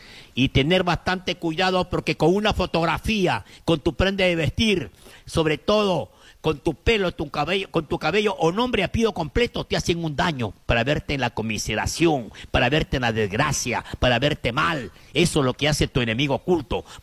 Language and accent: Spanish; Huancabamba, Piura, Peru; Porque yo tengo que mostrarle como buen serrano huancabambino, como buen peruano, mostrarle mis documentos.